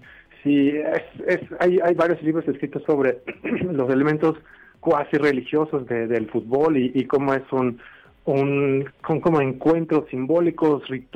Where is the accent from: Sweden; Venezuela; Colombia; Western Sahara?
Sweden; now in Mexico; yo soy de Suecia originalmente